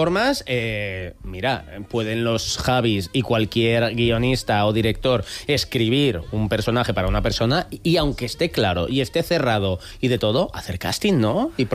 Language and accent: Spanish; Vitoria, Basque Country, Spain